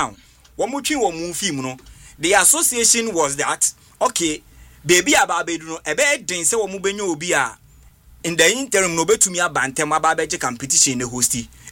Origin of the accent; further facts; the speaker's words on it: South Africa; Nigeria still with 3 gold medals are one way to me as a South African